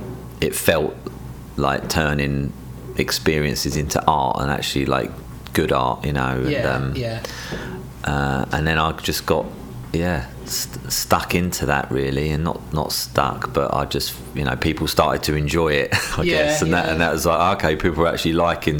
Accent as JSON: {"language": "English", "region": "England", "country": "United Kingdom", "accent": "English", "said": "I do it in a very English way, I guess. I just write honestly, and I write and sing in my own accent."}